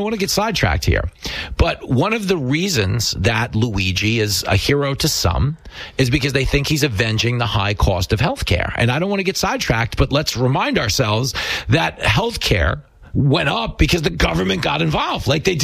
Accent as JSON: {"language": "English", "town": "Long Island", "region": "New York", "country": "United States", "tie": "born or raised there", "said": "Exactly. Because we grew up on Long Island."}